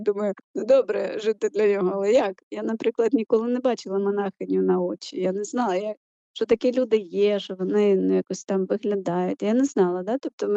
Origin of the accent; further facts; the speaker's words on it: Chornomorsk, Odesa Oblast, Ukraine; Я сама з Одеської області, це місто Іллічівськ. Раніше був, зараз його, на щастя, перейменували на Чорноморськ.